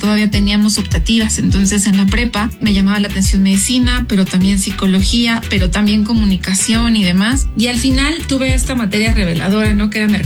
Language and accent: Spanish; Epazoyucan, Hidalgo, Mexico; also born or lived in Pachuca; yo soy originaria de Pasoyucan, es un municipio muy cercano aquí a la capital.